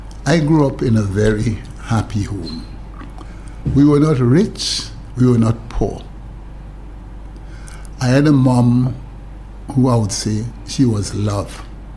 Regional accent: Marigot, Saint Andrew Parish, Dominica; And there I was born in Marigot.

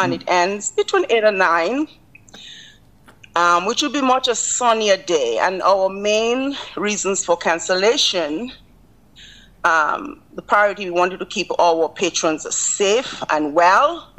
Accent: Dominica; moved away; I am from Dominica. My mom is from Dominica. My father is from Barbados, but I am a 200% Dominican.

